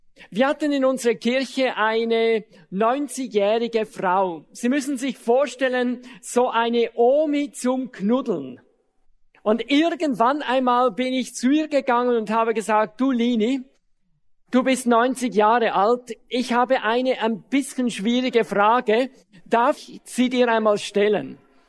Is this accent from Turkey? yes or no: no; Switzerland